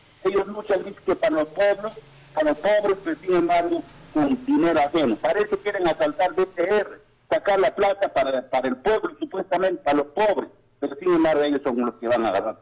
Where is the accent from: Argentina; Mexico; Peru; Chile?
Peru